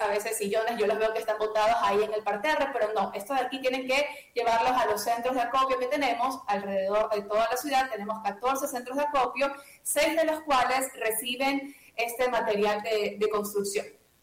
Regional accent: Guayaquil, Guayas, Ecuador

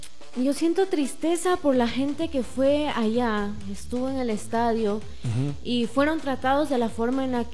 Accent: Ecuador; Estoy triste, como todos los ecuatorianos.

